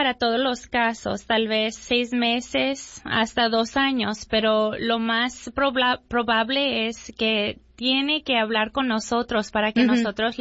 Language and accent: Spanish; Bakersfield, California, United States; Yo nací y crecí aquí en Bakersfield.